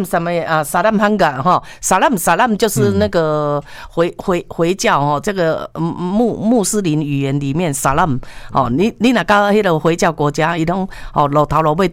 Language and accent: Chinese; Taiwan; 所以、哦、我们台湾人真的要感谢这些外劳，